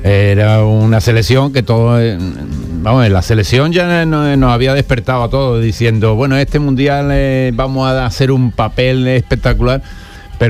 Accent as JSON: {"language": "Spanish", "country": "Spain", "said": "somos españoles."}